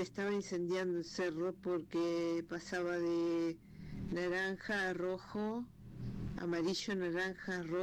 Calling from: Argentina; de Argentina.

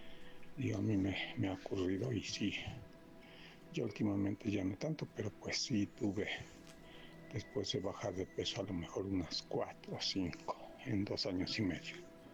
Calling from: Puebla, Mexico; de Puebla.

